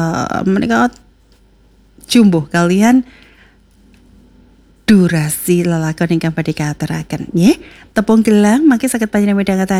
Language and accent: Javanese; Yogyakarta, Special Region of Yogyakarta, Indonesia; Kula asli Yogja, ger mirengaken kending-kending Jawi maknyes langkung-langkung menawi mirengaken ketoprak Mataram RRI Yogja.